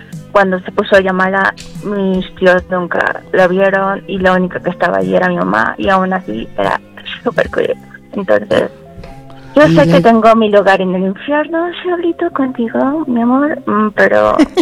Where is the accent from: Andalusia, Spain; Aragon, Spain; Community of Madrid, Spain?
Community of Madrid, Spain; Madrid